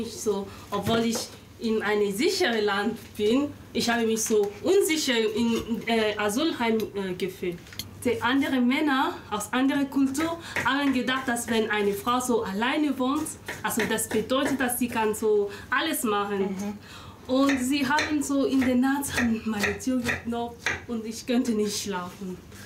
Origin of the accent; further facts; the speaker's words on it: DR Congo; German is a second language; now in Munich, Germany; ich komme aus Demokratischer Republik Kongo.